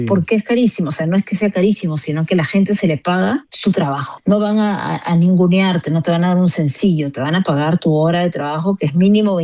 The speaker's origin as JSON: {"language": "Spanish", "country": "Peru", "moved": "yes", "said": "cuando venimos de Perú o de un país latinoamericano"}